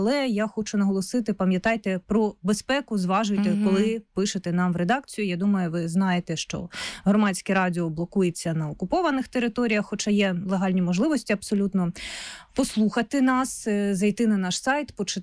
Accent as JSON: {"language": "Ukrainian", "region": "Luhansk Oblast", "country": "Ukraine", "tie": "born or raised there", "moved": "yes", "said": "я сама з Луганщини"}